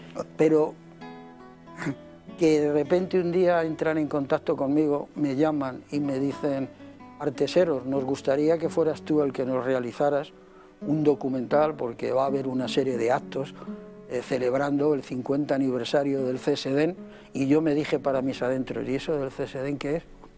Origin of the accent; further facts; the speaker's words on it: Madrid, Community of Madrid, Spain; born there; yo soy español y nacido en Madrid, en piso con asistencia de comadrona